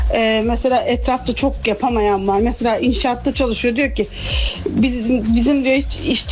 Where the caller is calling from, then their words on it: Izmir, İzmir, Turkey; Ben İzmir'den arıyorum.